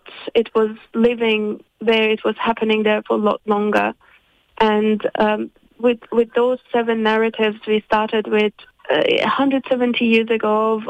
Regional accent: Iran; moved away as an adult; now in Brisbane, Australia; I come from one of the ethnic communities in Iran. And I grew up in Iran and then came here to do my PhD and have been living here since 2011.

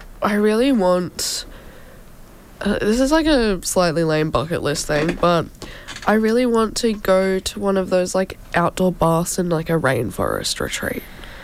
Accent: Gold Coast, Queensland, Australia; And I grew up on the Gold Coast.

